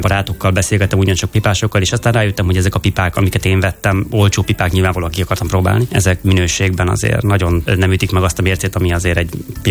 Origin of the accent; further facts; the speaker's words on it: Siófok, Somogy, Hungary; moved away as an adult; also born or lived in United States; now in Budapest, Hungary; Én Siófoki balatoni gyerek vagyok, Siófokon születtem, és ott is tanultam, szakácsként végeztem az ottani kereskedelmi és szakmunkás iskolában.